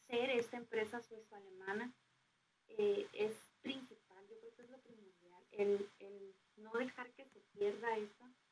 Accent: Mexico

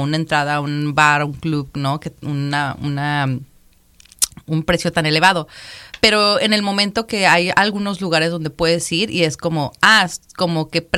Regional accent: Mexico; Pero después si llegas, yo puedo llegar y yo, oye, soy mexicana.

